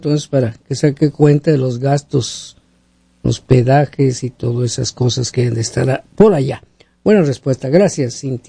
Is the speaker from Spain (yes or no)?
no; Ecuador; Mañana tengo corte por medio de asilo. Es mi primera corte. ¿Qué sabe la abogada? Están deportando, soy del Ecuador.